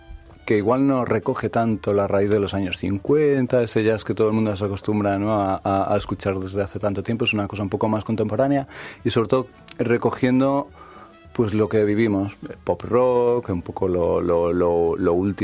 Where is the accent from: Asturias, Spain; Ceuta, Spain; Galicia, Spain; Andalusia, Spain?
Galicia, Spain; moved away; Que he hecho una muga desde que salí de Galicia y que estoy viviendo aquí.